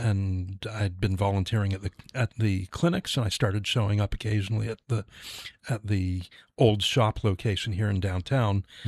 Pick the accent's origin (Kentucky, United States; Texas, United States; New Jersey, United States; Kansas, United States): New Jersey, United States; moved away as an adult; also born or lived in Bronx, New York; now in Nashua, United States; I was born in the Bronx, New York, and grew up in New Jersey. Yeah.